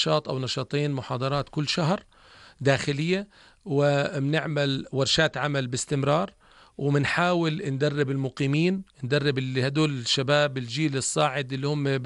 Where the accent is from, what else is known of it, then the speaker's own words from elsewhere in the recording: Jordan; عندنا بالأردن